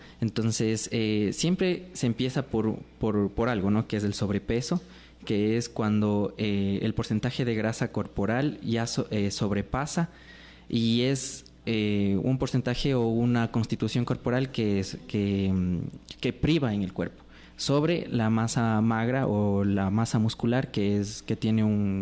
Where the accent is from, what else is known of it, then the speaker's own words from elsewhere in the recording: Ecuador; nosotros como cultura ecuatoriana